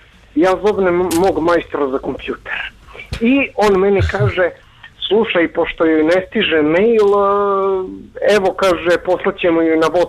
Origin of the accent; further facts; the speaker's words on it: Belgrade, Serbia; Iz Beograda.